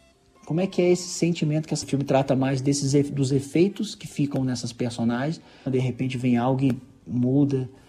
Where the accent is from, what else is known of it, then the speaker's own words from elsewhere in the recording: Linhares, Espírito Santo, Brazil; born there; porque eu nasci também nessa cidade, em Niares